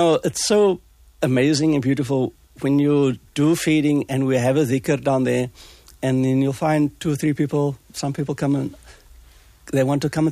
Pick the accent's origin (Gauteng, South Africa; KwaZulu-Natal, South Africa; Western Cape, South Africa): Western Cape, South Africa; Cape Town; I grew up in District 6